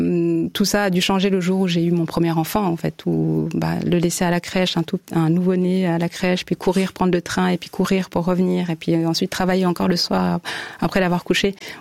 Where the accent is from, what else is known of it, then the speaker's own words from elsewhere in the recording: Rwanda; now in Switzerland; J'ai amené les enfants au mois de février et c'était magnifique de leur faire découvrir en fait ma terre natale.